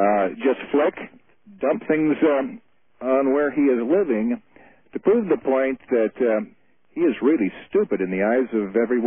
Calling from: Portland, Oregon, United States; from Portland, Oregon.

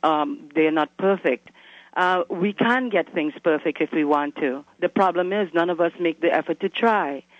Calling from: Toronto, Ontario, Canada; Oh, I'm calling from Toronto.

